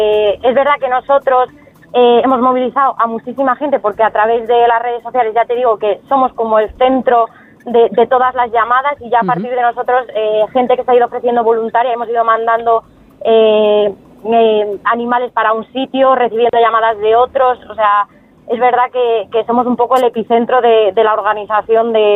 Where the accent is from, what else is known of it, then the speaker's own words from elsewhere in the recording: Villaviciosa de Odón, Community of Madrid, Spain; de ninguna de las zonas afectadas, somos de Villaviciosa de Odón.